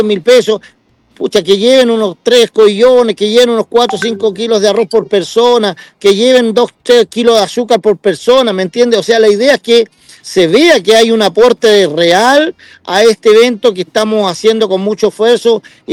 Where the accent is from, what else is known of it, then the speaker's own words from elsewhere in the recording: Chile; lo solidario que somos los chilenos.